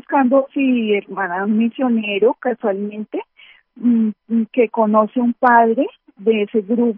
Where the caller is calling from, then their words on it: Colombia; vivo en Colombia, en un lugar muy cerca donde no ha parado de temblar.